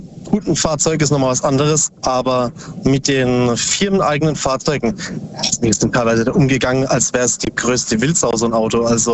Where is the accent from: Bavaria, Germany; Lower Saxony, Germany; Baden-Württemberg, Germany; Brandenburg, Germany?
Baden-Württemberg, Germany; Bruchsal; Aus Upstadt Weiher, nee, Bruchsal.